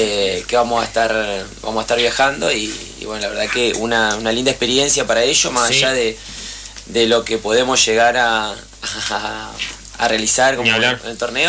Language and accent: Spanish; Victoria, Entre Ríos, Argentina; somos de Victoria.